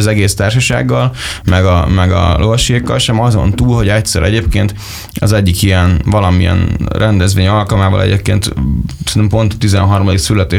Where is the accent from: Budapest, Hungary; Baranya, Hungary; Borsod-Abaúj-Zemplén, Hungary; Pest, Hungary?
Baranya, Hungary; Orfű; also born or lived in Pécs; mi az Orfűn nőttünk fel